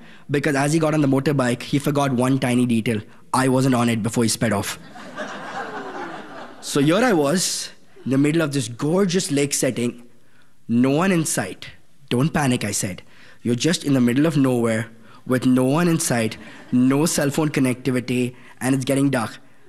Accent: Mumbai, Maharashtra, India; moved away; I grew up in Bombay, India, on the West Coast. Being able to go to a new place outside India was enchanting.

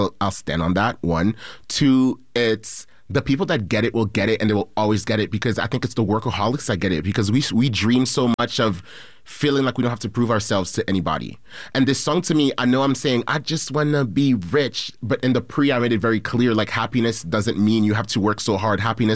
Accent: Haiti; like, I'm from Haiti and, you know, and I talk to other immigrants and stuff like that.

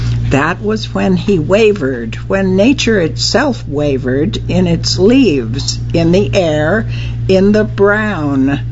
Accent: Nogales, Arizona, United States; born there; I was born in Nogales, Arizona, on the border between Mexico and the United States.

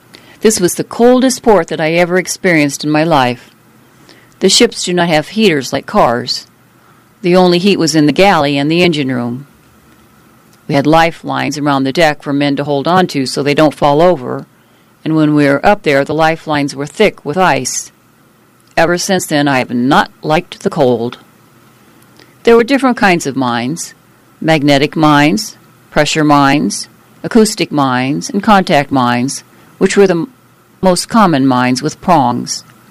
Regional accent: Tucson, Arizona, United States; born there; I was born in Tucson, Arizona on August 15, 1926.

